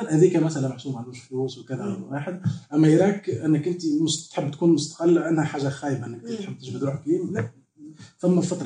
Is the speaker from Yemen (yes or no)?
no; Sousse, Sousa Governorate, Tunisia; born or raised there